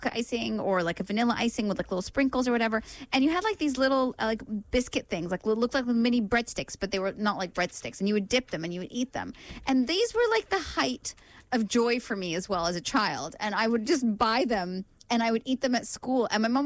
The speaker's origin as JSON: {"language": "English", "country": "Canada", "tie": "born or raised there", "moved": "yes", "said": "when I was a kid growing up in Canada"}